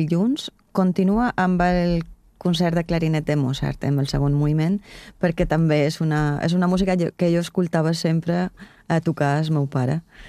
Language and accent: Catalan; Cartagena, Region of Murcia, Spain; born there; Jo vaig néixer a Cartagena, com filla d'eivissencs